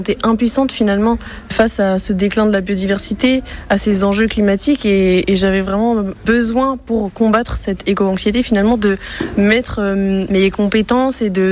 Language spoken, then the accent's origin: French; Brest, Brittany, France; born or raised there